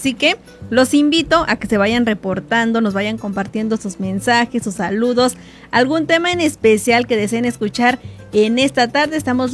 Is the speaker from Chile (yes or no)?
no; Mexico